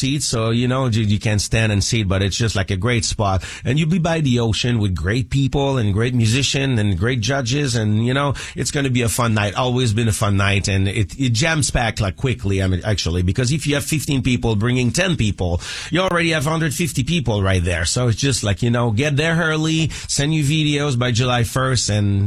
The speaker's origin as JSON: {"language": "English", "region": "Quebec", "country": "Canada", "tie": "born or raised there", "also_born_or_lived": "Australia", "second_language": "English", "said": "in Quebec, actually, in my hometown"}